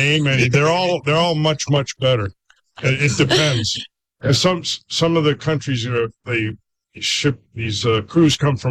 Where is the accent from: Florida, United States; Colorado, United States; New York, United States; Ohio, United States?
New York, United States; Syracuse; also born or lived in Detroit; I'm from upstate New York. I'm from Syracuse.